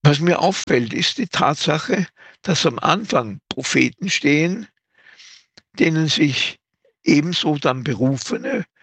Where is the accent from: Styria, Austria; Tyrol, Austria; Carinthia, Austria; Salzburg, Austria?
Salzburg, Austria; Aber auch bei uns in Österreich, in Salzburg, da haben wir die heiligen Rupert, Virgil und Ehrentrud.